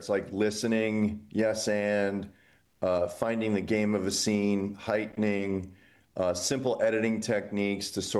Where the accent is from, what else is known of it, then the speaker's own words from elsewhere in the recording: Illinois, United States; And I grew up in Illinois